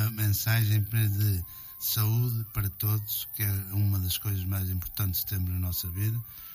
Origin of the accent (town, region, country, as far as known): Marco de Canaveses, Norte, Portugal